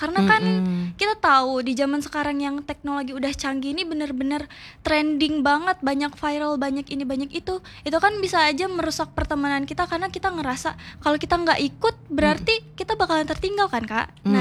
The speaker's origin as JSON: {"language": "Indonesian", "town": "Palembang", "region": "South Sumatra", "country": "Indonesia", "moved": "as an adult", "said": "Orang Palembang."}